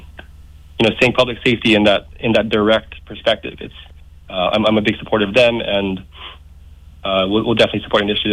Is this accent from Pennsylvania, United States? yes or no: no; Hawaii, United States; So, yeah, Kauai is very important to me. I'm born and raised on Kauai. Fourth generation.